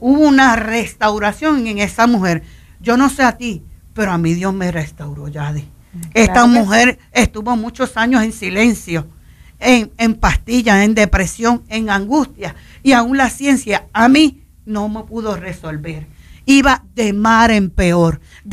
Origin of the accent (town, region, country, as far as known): Puerto Rico